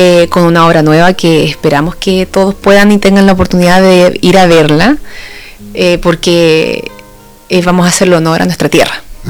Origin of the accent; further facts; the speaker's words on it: Santa Cruz, O'Higgins, Chile; Bueno, yo soy nacida y criada aquí en Santa Cruz, en tierra santacruzana.